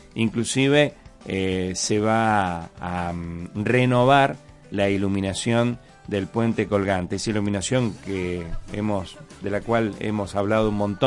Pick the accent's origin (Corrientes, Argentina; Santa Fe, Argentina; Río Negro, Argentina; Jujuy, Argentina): Santa Fe, Argentina; nos representa como santafesinos